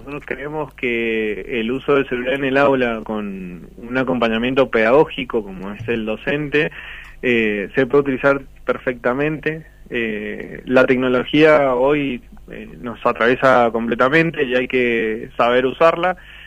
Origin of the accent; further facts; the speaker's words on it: Argentina; como argentinos nos atraviesa completamente